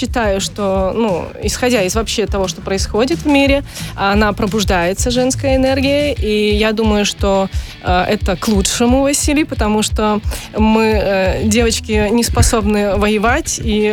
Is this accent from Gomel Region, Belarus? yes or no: no; Pinsk, Brest Region, Belarus; Потому что я родом из столицы Полесья. Я из Пинска.